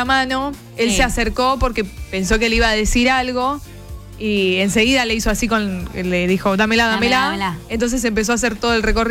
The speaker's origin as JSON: {"language": "Spanish", "country": "Argentina", "said": "Donde hay un argentino, no, estamos todos."}